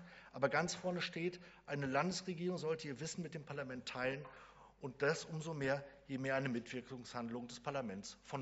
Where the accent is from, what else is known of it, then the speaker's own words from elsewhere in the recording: Schleswig-Holstein, Germany; Ich komme zum Beispiel aus Nordfriesland.